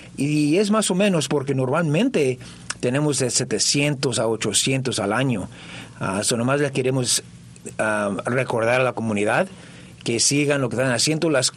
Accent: Oxnard, California, United States; Yo crecí aquí en Oxnard y no pienso en irme

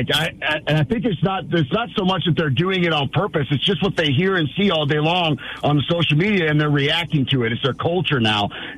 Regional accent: Vero Beach, Florida, United States; In my hometown of Vero Beach

